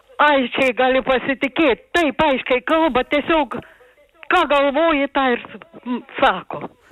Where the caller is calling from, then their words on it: Kupiškis, Panevėžys County, Lithuania; Labą dieną. Aš esu iš Kupiškio.